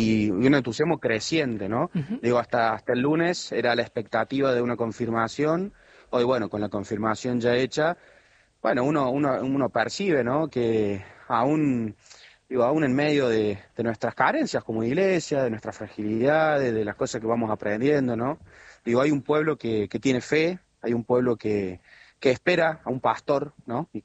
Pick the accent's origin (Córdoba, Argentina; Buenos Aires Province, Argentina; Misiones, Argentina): Córdoba, Argentina; como cordobeses y como argentinos.